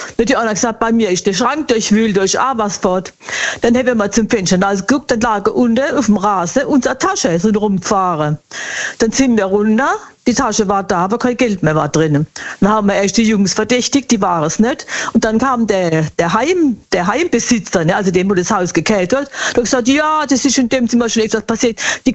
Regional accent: Bad Schönborn, Baden-Württemberg, Germany

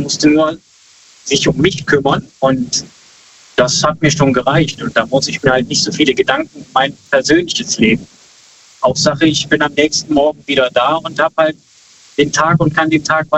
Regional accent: Brüggen, North Rhine-Westphalia, Germany; Ich komme aus Brüggen, bin aber quasi unterwegs als Berufskraftfahrer.

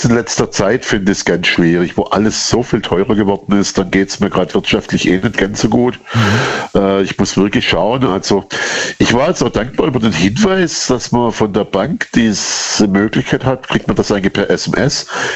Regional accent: Baden-Württemberg, Germany; So 40 Kilometer nördlich von Stuttgart, also okay. Nördlich ja Rems-Murr-Kreis, ja.

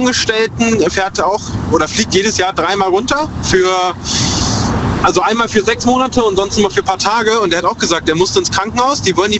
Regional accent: Seesen, Lower Saxony, Germany; moved away as an adult; Also ich komme aus Göttingen, aus dem Harz unten, aus Seesen eigentlich gebürtig. Und die Liebe hat mich hochgezogen

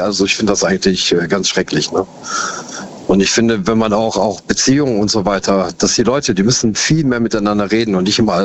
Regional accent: Augustfehn, Lower Saxony, Germany; Ich aus Augustfehn.

